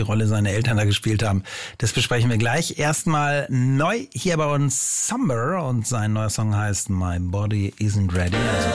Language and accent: German; Cuxhaven, Lower Saxony, Germany; Helgoland, ganz nah an Cuxhaven, wo ich herkomme.